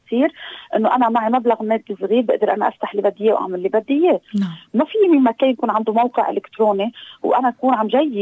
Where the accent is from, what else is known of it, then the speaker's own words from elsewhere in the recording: Lebanon; أنه أنا بالنهاية أنا لبناني، ما بدي خون الآخر.